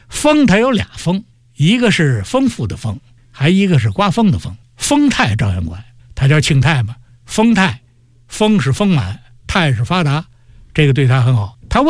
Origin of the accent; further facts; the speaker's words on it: Beijing, China; born there; 我小时候在这个劝业馆劝业厂，